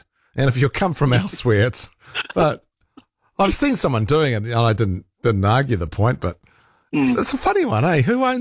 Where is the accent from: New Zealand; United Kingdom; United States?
New Zealand; Rotorua, Bay of Plenty; I grew up in Rotorua. My parents built a house there.